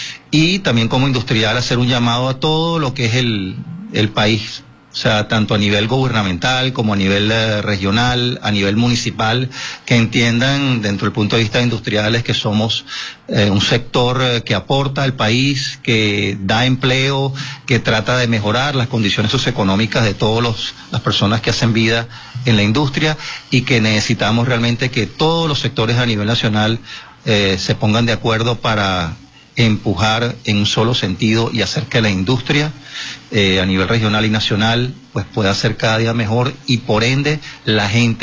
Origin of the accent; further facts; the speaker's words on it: Venezuela; y como venezolano, sin duda alguna, pues hacer lo mejor de nosotros, aportar y poner un granito de arena todos los días en nuestro trabajo.